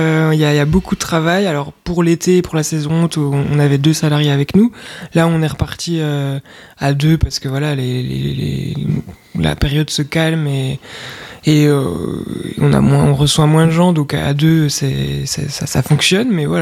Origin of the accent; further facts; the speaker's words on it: Besançon, Bourgogne-Franche-Comté, France; moved away as an adult; now in Valdrôme, France; nous, on est originaire de Franche-Comté. On vient de Besançon.